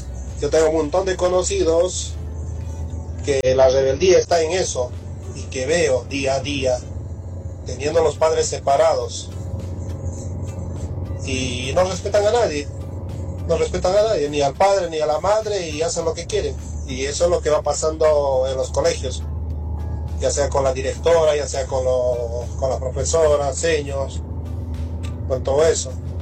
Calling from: Lomas, Buenos Aires, Argentina; de Lomas.

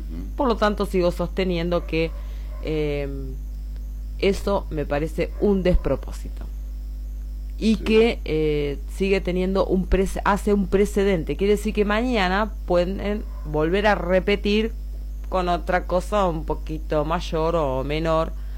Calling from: Argentina

